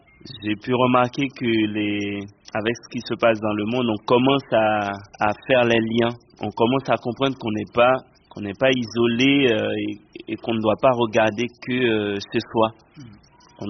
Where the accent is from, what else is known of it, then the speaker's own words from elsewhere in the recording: Haiti; moved away as an adult; also born or lived in Port-au-Prince; now in France; le contexte où j'ai grandi en Haïti.